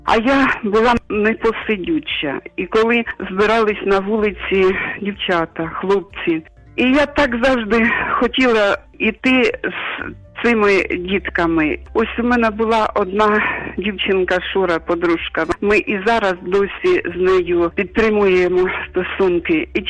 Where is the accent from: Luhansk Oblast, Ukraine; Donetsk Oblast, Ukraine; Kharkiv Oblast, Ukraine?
Kharkiv Oblast, Ukraine; Vasyshcheve; Я народилась в селі під Харковом, в Васищевах. Ми жили в селі. Спочатку була там манисенька хатка